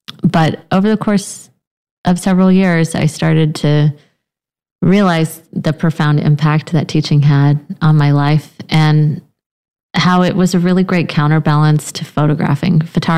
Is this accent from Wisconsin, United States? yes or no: no; Houston, Texas, United States; moved away as an adult; also born or lived in New Orleans / New York; now in Charleston, United States; I'm from Houston, Texas, born and raised, and then I studied in New Orleans. I lived in New York for 10 years in New Haven.